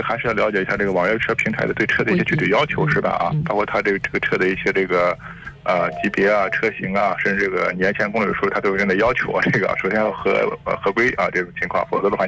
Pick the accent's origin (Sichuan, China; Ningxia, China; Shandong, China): Shandong, China; 因为我们山东人的话可能还是离这个海边比较近一些啊，